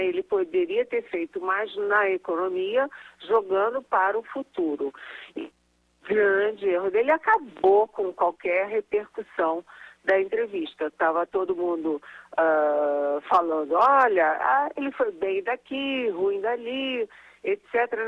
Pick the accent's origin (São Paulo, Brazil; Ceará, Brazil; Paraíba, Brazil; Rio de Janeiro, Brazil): Rio de Janeiro, Brazil; Eu que sou carioca, falo de cabeça para baixo.